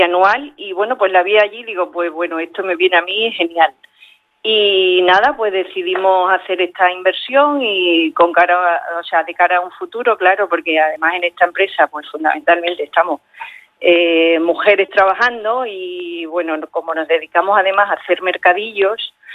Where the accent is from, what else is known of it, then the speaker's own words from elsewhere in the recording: Miajadas, Extremadura, Spain; Yo es que soy de Miajadas